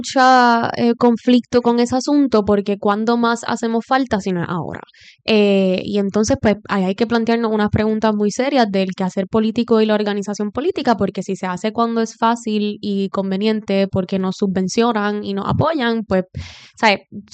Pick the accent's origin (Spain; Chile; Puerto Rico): Puerto Rico; Y hay que hacer la paz con eso, como puertorriqueños, colonia de los Estados Unidos.